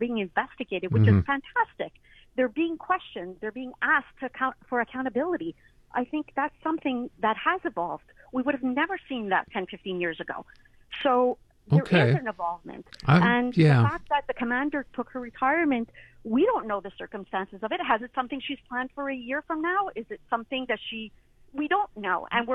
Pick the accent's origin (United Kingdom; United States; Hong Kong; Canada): Canada; Montreal, Quebec; I grew up in Montreal North, and it's a culture that's a very rich population, but it's not an easy population